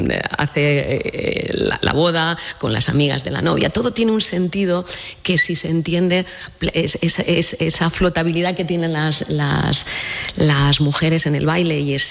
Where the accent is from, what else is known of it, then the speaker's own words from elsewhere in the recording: Ibiza, Balearic Islands, Spain; Obviamente soy subjetiva, soy ibicenca y soy alcaldesa